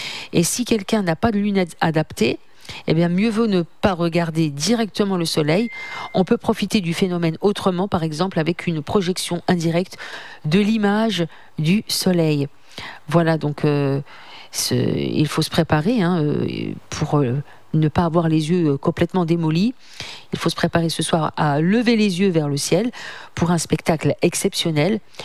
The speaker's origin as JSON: {"language": "French", "country": "France", "said": "chez nous, en France, elle sera partielle"}